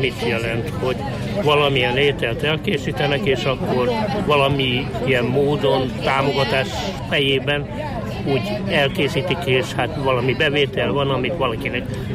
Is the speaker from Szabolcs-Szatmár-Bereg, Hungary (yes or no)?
yes; Szabolcs-Szatmár-Bereg, Hungary; moved away; hát én már elárultam sok mindenkinek, hogy szabolcsi születésű vagyok